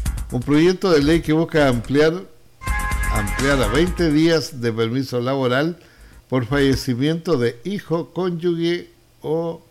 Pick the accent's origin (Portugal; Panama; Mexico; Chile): Chile; los chilenos que no nos podemos tomar las cosas en serio, ¿no?